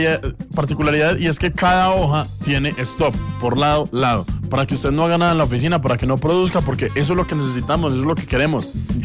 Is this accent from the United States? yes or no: no; Antioquia, Colombia; Yo soy orgullo de Antioquia, mío.